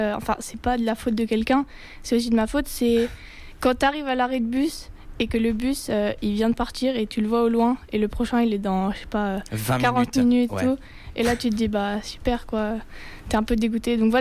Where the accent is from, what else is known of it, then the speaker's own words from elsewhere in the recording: Paris, Île-de-France, France; c'est pas juste parce que je suis parisienne